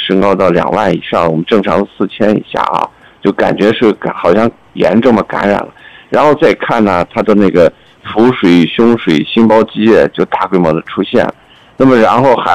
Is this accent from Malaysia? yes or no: no; China; 我们中国人的传统也是一样